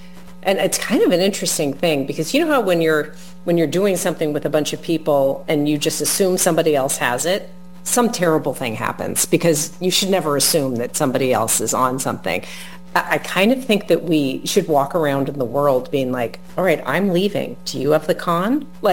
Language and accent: English; Los Angeles, California, United States; now in New York, United States; I grew up in Los Angeles as an avid Dodgers fan.